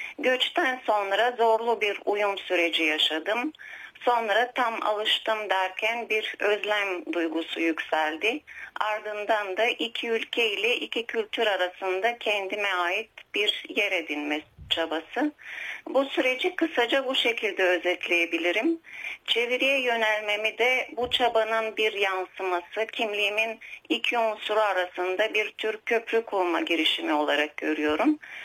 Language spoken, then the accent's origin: Turkish; Kardzhali, Kardzhali Province, Bulgaria; Turkish is a second language; moved away as an adult; now in Istanbul, Turkey; doğup büyüdüğüm ülkemin dinleyicileriyle bir arada olmak